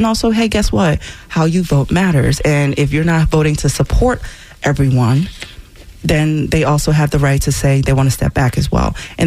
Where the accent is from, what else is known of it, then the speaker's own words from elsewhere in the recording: New Jersey, United States; also born or lived in Nigeria; I'm from Jersey